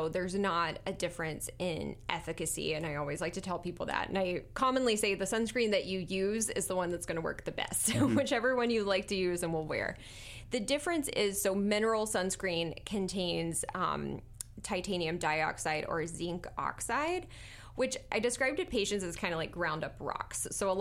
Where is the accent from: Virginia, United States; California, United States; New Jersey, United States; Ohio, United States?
Virginia, United States; so I grew up in Virginia, rural Virginia, and every gas station had a tanning bed booth.